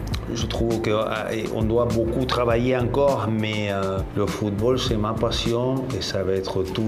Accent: Buenos Aires, Argentina; moved away; also born or lived in France; je suis à Buenos Aires, ça fait 3 ans, de nouveau ici. J'avais le besoin, l'envie de rentrer chez moi.

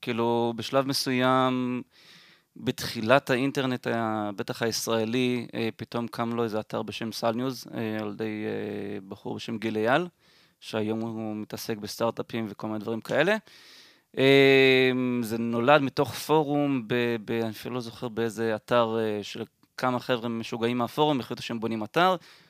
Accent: Holon, Tel Aviv District, Israel; born there; also born or lived in Ra'anana; אני בן 40, גדלתי בחולון, אחר כך רעננה, תל אביב.

